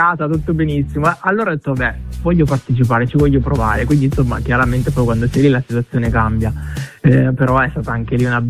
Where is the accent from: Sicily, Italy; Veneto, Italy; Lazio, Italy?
Sicily, Italy; Vittoria